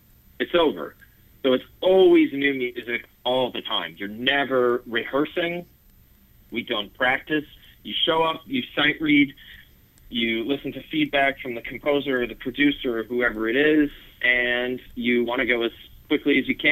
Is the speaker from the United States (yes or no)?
yes; Saginaw, Michigan, United States; You know, I'm from Saginaw, and I'm really happy to be still involved with the music community of Saginaw